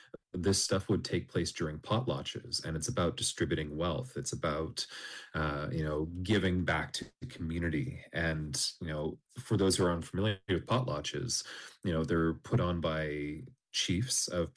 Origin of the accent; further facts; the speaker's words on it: Skidegate, British Columbia, Canada; Raven Wolf Clan of T'anu Ulnakai on Haida Gwaii, and I was raised in Skidigit.